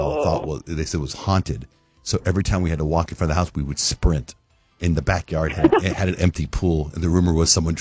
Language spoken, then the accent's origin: English; Tucson, Arizona, United States; when I was a kid and I grew up in Tucson, we lived in the hood